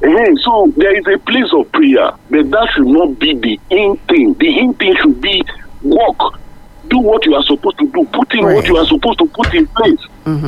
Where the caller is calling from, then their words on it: Nigeria; I'm calling from Otija.